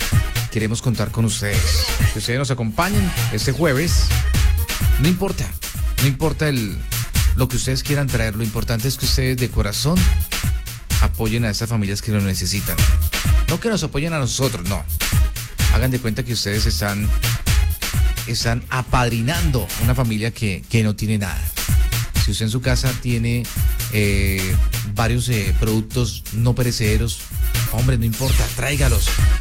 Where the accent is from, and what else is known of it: Colombia; now in Villavicencio, Colombia